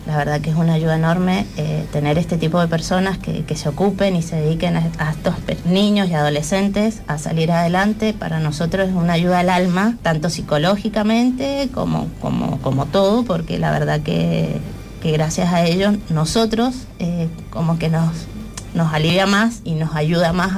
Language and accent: Spanish; Argentina; now in Spain; El TEA se lo diagnostican aquí en España, venimos de Argentina.